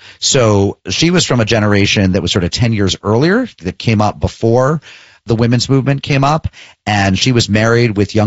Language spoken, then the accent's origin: English; Springfield, Massachusetts, United States; I think they were all by my bedside table growing up in Springfield, Massachusetts.